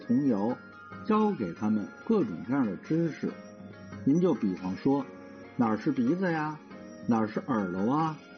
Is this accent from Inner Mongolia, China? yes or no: no; Beijing, China; 我是老北京人，是打小呢在北京城里长大的孩子。我小时候啊是听着咱们老北京的童谣长大的。